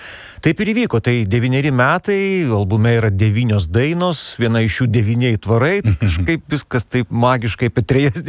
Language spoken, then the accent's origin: Lithuanian; Vilnius, Vilnius County, Lithuania; born there; aš esu vilnietis, gimęs Vilniuje, mano tėvai vilniečiai.